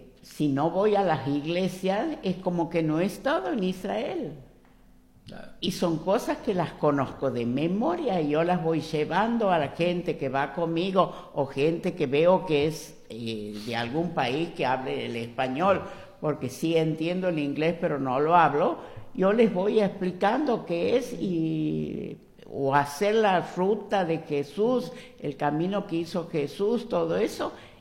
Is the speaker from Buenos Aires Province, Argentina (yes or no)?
no; Santiago del Estero, Argentina; digo nosotros como judía, porque yo me siento muy argentina, soy muy santiagueña.